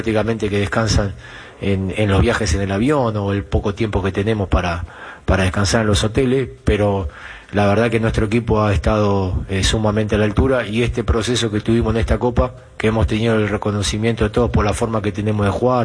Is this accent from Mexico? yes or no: no; Uruguay; Yo soy uruguayo